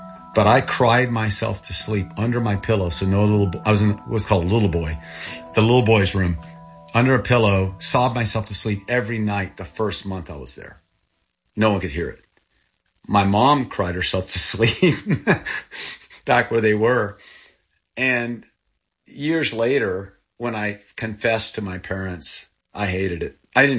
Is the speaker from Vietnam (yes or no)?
no; Thailand; first language Thai; English is a second language; also born or lived in Texas, United States; now in United States; I was 9 months old. I was born in Texas. And I grew up in Thailand. And I grew up with Thai people. And my first language was Thai.